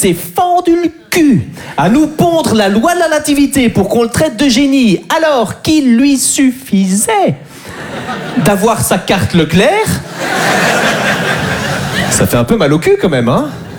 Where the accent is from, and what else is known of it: Belgium